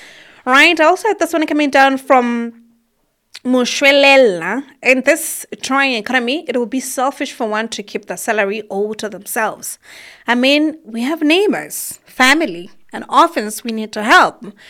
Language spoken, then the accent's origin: English; Lesotho; moved away; the fact that I come from Leribe